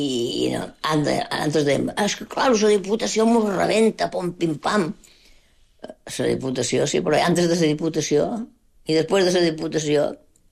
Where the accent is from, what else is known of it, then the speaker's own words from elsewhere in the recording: Balearic Islands, Spain; Jo, de Menorca, he nascut a Menorca, però m'ha agradat molt tot el Louis Vicent.